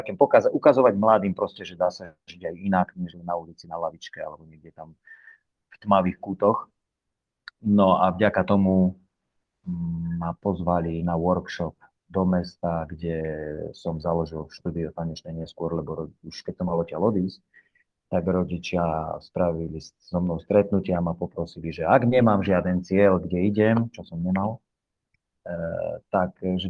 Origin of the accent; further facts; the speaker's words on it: Martin, Žilina Region, Slovakia; moved away as an adult; also born or lived in Cyprus; no pochádzam z Martina, tam som sa narodil, tam som pôsobil, tancoval, až kým som išiel na vojnu, a po vojne som začal cestovať po rôznych krajinách a potom som začal tancovať v rôznych krajinách.